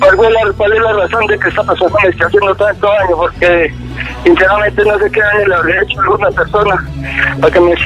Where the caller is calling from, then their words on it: Medellín, Antioquia, Colombia; yo soy de Medellín.